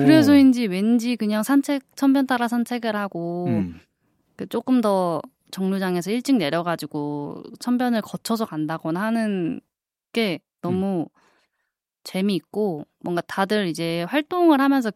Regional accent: Jeonju, North Jeolla, South Korea; 여기서 태어나서 네, 쭉 전주에서 살고 있습니다.

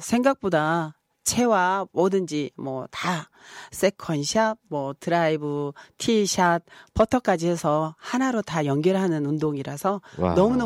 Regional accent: South Korea; born there; 고슴도치를 닮은 이도에서 태어났는데요.

